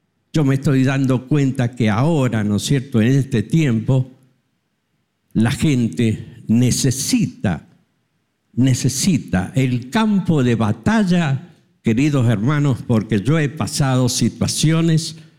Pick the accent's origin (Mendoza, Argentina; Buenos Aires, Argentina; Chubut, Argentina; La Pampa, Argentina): Mendoza, Argentina; Guaymallén; soy de Guaymallén